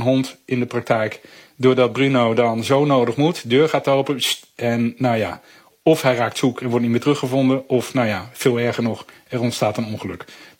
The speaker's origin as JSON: {"language": "Dutch", "town": "Nijmegen", "region": "Gelderland", "country": "Netherlands", "said": "als Nijmegenaar moet je een keer."}